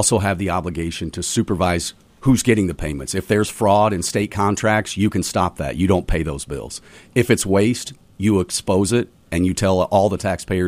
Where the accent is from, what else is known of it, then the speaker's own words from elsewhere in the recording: Benton, Illinois, United States; I'm from Benton, Illinois.